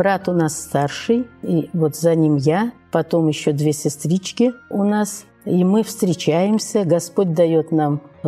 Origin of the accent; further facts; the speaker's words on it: Nizhny Novgorod, Nizhny Novgorod Oblast, Russia; born there; Я родилась в Нижнем Новгороде. Мне уже 72 года.